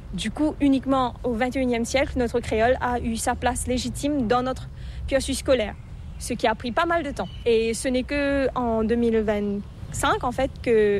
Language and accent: French; Mauritius; first language Mauritian Creole; French is a second language; anglais, français et en créole mauricien, surtout le créole mauricien. Oui. Parce que le créole, c'est notre langue maternelle. C'est un héritage qui nous vient de l'esclavage, de la période de l'esclavage